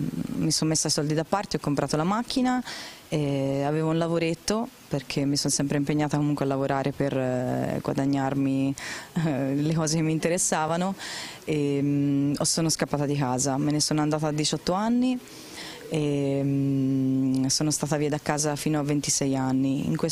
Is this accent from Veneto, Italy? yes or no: no; Tuscany, Italy; ho 29 anni, vengo dalla provincia di Firenze e sono cresciuta in una famiglia normalissima